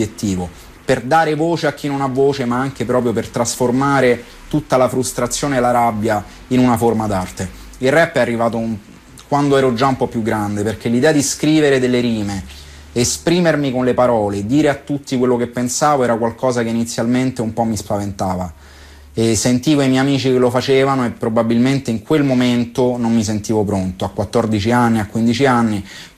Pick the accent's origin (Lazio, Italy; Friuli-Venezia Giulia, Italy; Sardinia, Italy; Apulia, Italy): Lazio, Italy; Rome; Sono nato e cresciuto a Tor Pignattara, un quartiere di periferia, che in quel momento comunque era un quartiere anche un po' difficile.